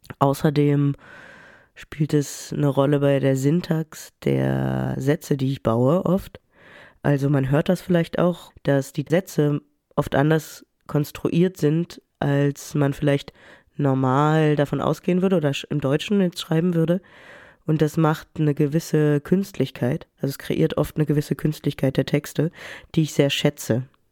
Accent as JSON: {"language": "German", "country": "Germany", "tie": "born or raised there", "said": "Ich bin in den 90ern aufgewachsen und dort habe ich ganz viel konsumiert an Video-, Film-Sachen. Und ich bin in Deutschland aufgewachsen, aber in so einer französischen Bubble."}